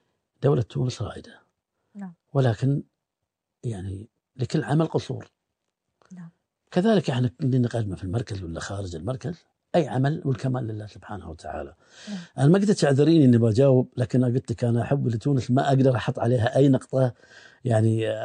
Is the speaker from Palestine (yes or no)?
no; Bahrain; احنا عندنا في البحرين